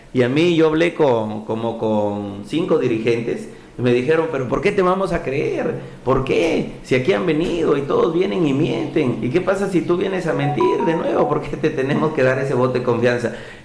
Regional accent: Tambogrande, Piura, Peru; cuando digo que nací en los barrios pobres y populares, yo nací en la Girón Tumbes 554, al costado del cementerio.

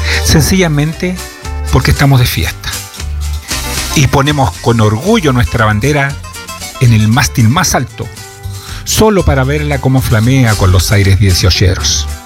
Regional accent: Graneros, O'Higgins, Chile; cuando yo era niño, no había televisión y casi no había radio, pues yo me crié en la Compañía Alta

